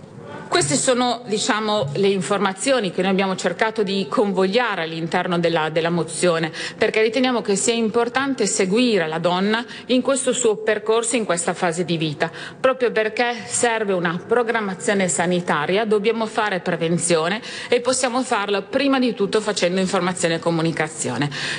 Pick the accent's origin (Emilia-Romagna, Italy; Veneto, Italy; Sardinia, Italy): Emilia-Romagna, Italy; Piacenza; io sono di Piacenza